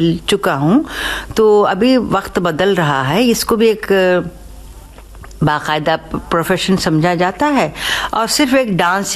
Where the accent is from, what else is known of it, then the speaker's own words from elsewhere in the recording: Chennai, Tamil Nadu, India; also born or lived in Vijayawada; का सफर है चेन्नई से वहाँ, मतलब मैं तमिलियन हूँ समझिए।